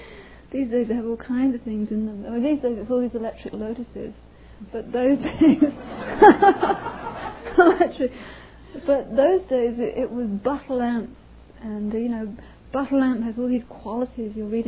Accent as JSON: {"language": "English", "region": "England", "country": "United Kingdom", "tie": "born or raised there"}